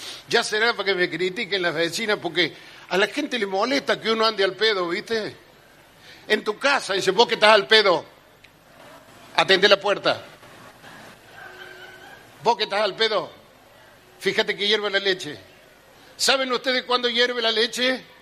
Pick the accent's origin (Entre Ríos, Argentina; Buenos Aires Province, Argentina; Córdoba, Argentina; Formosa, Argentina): Córdoba, Argentina; Cruz del Eje; Yo que vengo de Cruz del Eje, provincia de Córdoba, el noroeste cordobés, la gente saludadora